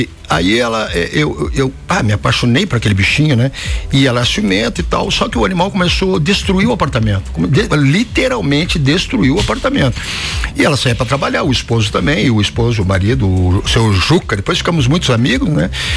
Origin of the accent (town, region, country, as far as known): Porto Alegre, Rio Grande do Sul, Brazil; now in Alfredo Vargas, Brazil